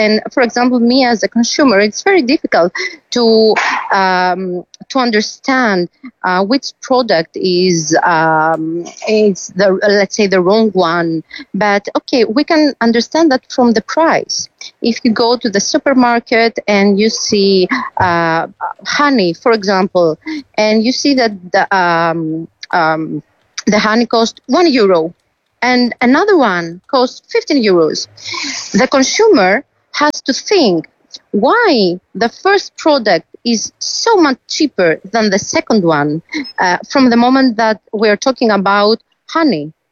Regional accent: Greece; And as you mentioned, I'm coming from Greece and I'm here in Dublin

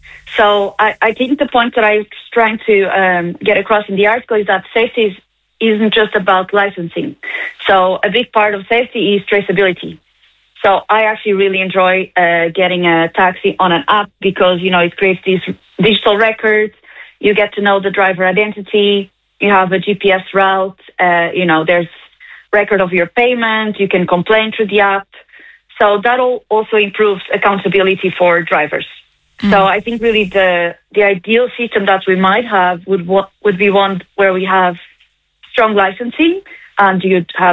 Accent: Lisbon, Portugal; now in Ireland; I am from Lisbon

